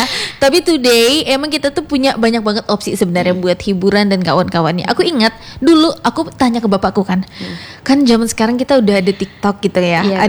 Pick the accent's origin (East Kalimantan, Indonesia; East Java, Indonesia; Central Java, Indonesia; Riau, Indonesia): East Kalimantan, Indonesia; West Kutai; now in Samarinda, Indonesia; aku aslinya bukan orang Samarinda sebenarnya. Jadi sampai tahun sekitar 2014 itu tuh aku tinggalnya di Kubar teman Pro 2. Nah di situ ada sungai juga di tempatnya aku.